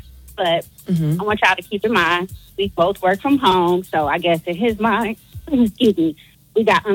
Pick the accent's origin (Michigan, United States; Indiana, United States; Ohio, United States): Michigan, United States; Detroit; now in Washington, United States